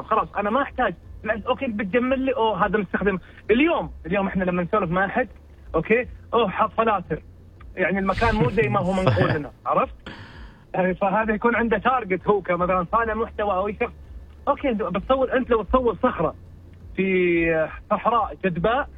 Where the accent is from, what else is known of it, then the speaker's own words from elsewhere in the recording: Saudi Arabia; أنا سعودي